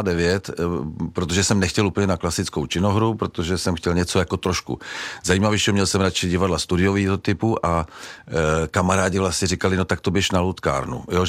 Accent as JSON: {"language": "Czech", "region": "Prague", "country": "Czechia", "tie": "born or raised there", "said": "jsem taky rodilý Pražák"}